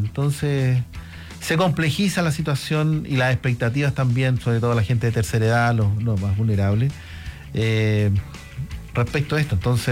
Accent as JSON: {"language": "Spanish", "region": "Valparaíso", "country": "Chile", "moved": "yes", "lives_now": "Coyhaique, Chile", "said": "yo soy de la quinta región y no soy de Valparaíso"}